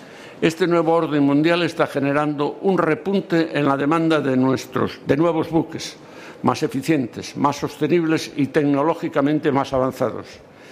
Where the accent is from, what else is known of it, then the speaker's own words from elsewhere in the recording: Galicia, Spain; Y si me lo permiten, como buen gallego, Galicia y Vigo y su área industrial siguen desempeñando un papel imprescindible